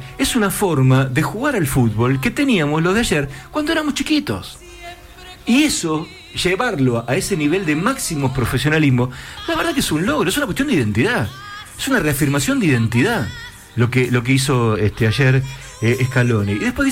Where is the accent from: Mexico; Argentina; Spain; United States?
Argentina; nosotros como argentinos, que vivimos en medio de la grieta